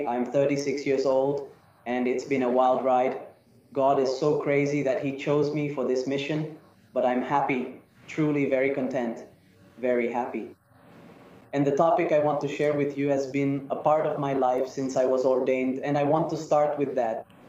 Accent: Colombia; I'm from Colombia. I work in a very beautiful diocese called the Diocese of Uga, known for a sanctuary called the Lord of Miracles.

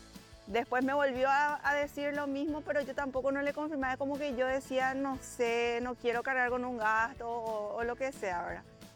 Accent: Paraguay; soy de Paraguay y ahora ya me declaro hija mariana.

